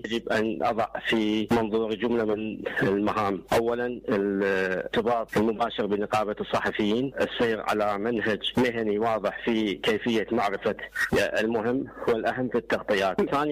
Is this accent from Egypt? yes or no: no; Iraq; نحن كصحفيين عراقيين